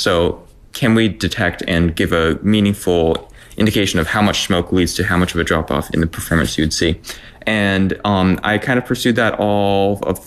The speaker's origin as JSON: {"language": "English", "town": "Fairbanks", "region": "Alaska", "country": "United States", "tie": "born or raised there", "said": "Growing up in Fairbanks, it was kind of impossible not to notice climate change, just how I was growing up."}